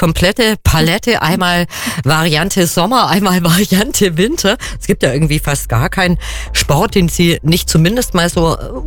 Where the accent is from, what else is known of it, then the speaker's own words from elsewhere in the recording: Kempten, Bavaria, Germany; Ich bin ja auch eine gebürtige Kemptnerin.